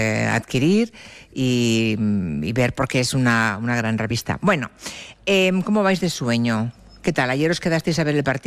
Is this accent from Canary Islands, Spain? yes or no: no; Monforte de Lemos, Galicia, Spain; un periodista que es de Monforte de Lemos, de mi ciudad, de mi pueblo